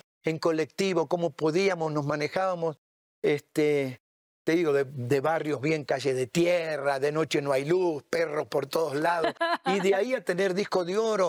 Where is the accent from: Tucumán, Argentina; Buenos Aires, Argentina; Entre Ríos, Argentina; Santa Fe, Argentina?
Buenos Aires, Argentina